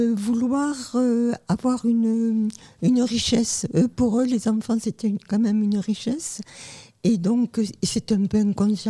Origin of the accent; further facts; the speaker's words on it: France; born there; Je suis née en France en 1943. Donc, mes parents sont rentrés en France en 1939, à la fin de la guerre d'Espagne.